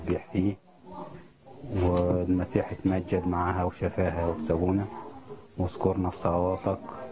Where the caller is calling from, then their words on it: Giza, Giza Governorate, Egypt; من الجيزة.